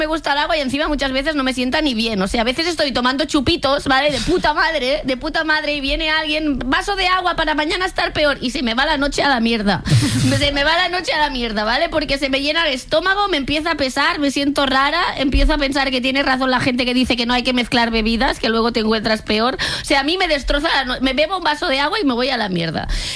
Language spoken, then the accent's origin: Spanish; Catalonia, Spain